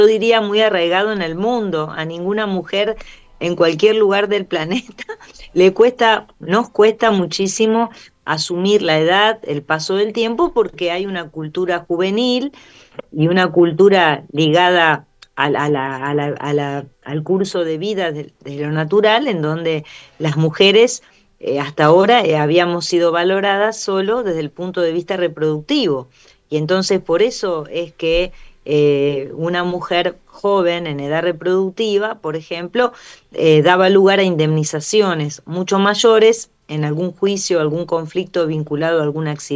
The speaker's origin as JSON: {"language": "Spanish", "town": "San Lorenzo", "region": "Santa Fe", "country": "Argentina", "tie": "born or raised there", "said": "esta mi ciudad natal, en donde están mis padres"}